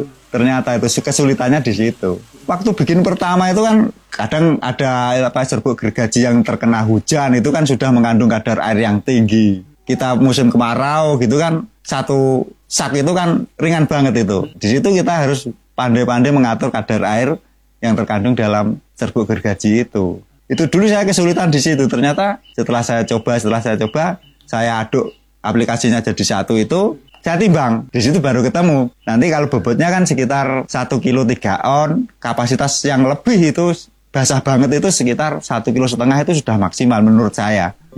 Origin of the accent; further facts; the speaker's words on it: Tulungagung, East Java, Indonesia; Perkenalkan … Saya berasal dari Gang Swasembada, Kalidawir, Tulungagung.